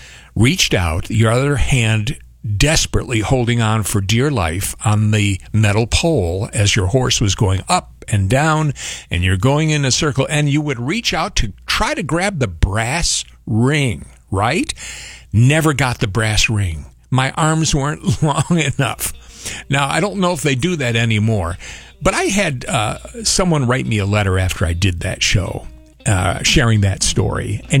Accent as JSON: {"language": "English", "town": "Painted Post", "region": "New York", "country": "United States", "tie": "born or raised there", "said": "I grew up in the Southern Tier"}